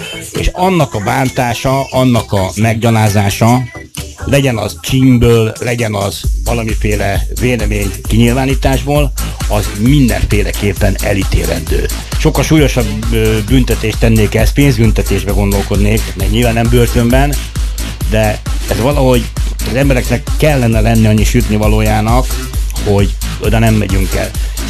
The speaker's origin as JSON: {"language": "Hungarian", "country": "Hungary"}